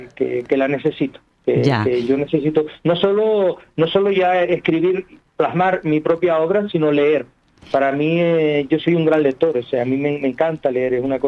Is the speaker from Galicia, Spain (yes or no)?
no; Canary Islands, Spain; el haber nacido en estas montañas sagradas de Gran Canaria, ser el último habitante nacido dentro de mi pueblo, parido por mujer, que eso es mérito de mi madre, obviamente, en esta tierra, pues, que es un calillo